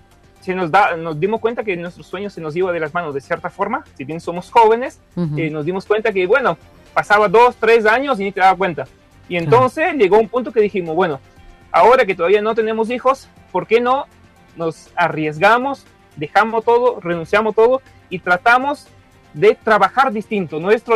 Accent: El Soberbio, Misiones, Argentina; also born or lived in Eldorado; Yo soy de Soberbio, Mica es de Iguazú, entonces bueno, pero vivimos en El Dorado por mucho tiempo, creo que más de 8 o 9 años.

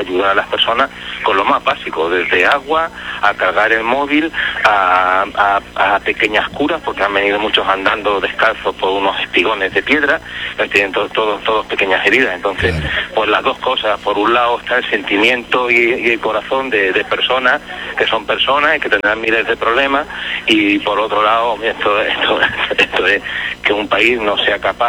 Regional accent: Ceuta, Spain; Por un lado, yo siento como ceutí y como español, siento que esto es una invasión.

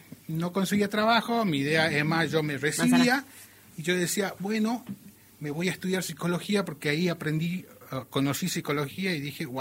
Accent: Salta, Argentina

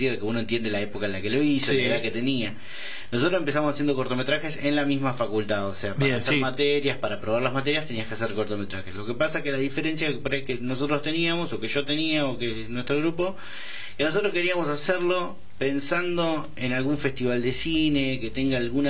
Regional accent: Quilmes, Buenos Aires Province, Argentina; born or raised there

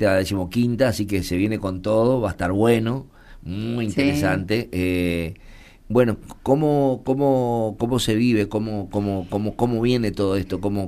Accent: Argentina; porque como argentinos nos gusta hablar de todo y hablamos de todo, sabemos de todo también.

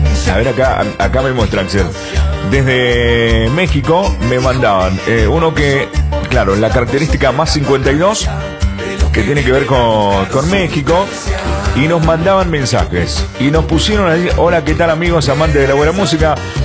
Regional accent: Argentina; Somos Argentina.

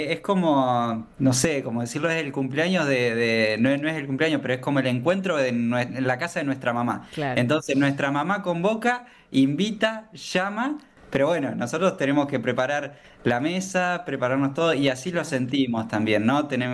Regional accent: Carmen de Areco, Buenos Aires Province, Argentina; moved away; No, yo soy de Carmen de Areco, por cuestiones laborales no estoy viviendo en Carmen, pero sí soy de como decías, de la diócesis de Mercedes Luján

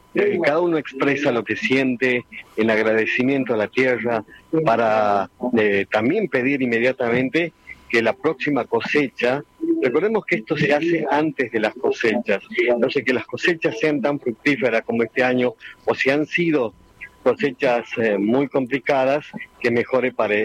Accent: La Quiaca, Jujuy, Argentina; moved away; yo soy de La Puna y muchos de las generaciones que vinieron después que yo me fui de La Quiaca

